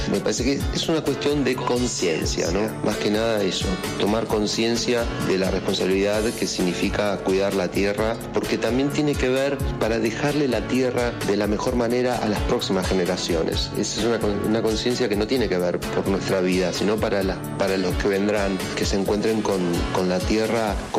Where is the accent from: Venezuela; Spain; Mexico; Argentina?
Argentina; Bueno, qué decirles de mí. Soy cantante pop de Argentina.